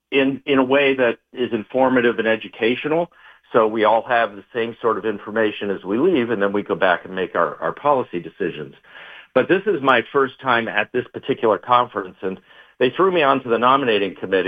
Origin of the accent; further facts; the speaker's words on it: Ohio, United States; now in New Hampshire, United States; I grew up in the Midwest in Ohio